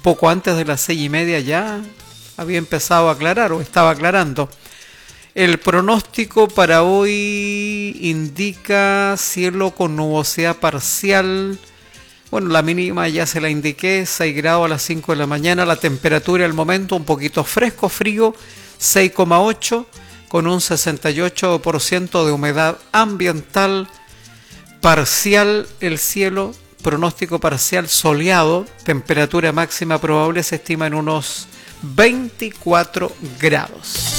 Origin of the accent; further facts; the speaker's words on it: Chile; nosotros y ustedes somos chilenos todo el año.